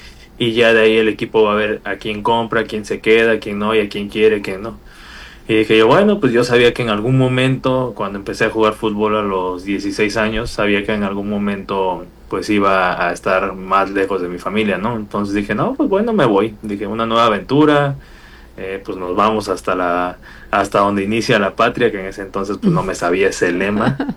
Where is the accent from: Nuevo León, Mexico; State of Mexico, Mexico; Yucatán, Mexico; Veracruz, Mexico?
Veracruz, Mexico; San Juan Evangelista; estaba de vacaciones en mi casa en San Juan Evangelista, bueno, casa de mis papás en San Juan Evangelista, mi pueblito.